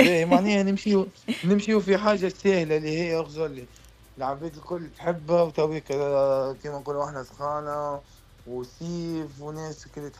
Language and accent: Arabic; Tunisia; now in Guangzhou, China; احنا تونسي